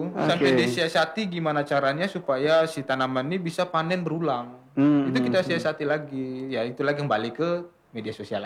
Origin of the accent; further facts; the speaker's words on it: Java, Indonesia; moved away; Memang dulu sempat saya berpikir, ini jadi kita dari Jawa lah datang ke sini.